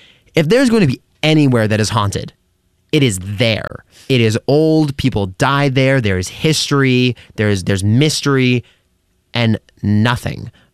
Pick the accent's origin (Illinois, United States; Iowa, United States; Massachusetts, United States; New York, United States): Massachusetts, United States; Westport; I grew up in Westport, Massachusetts, which is the town directly next to Fall River.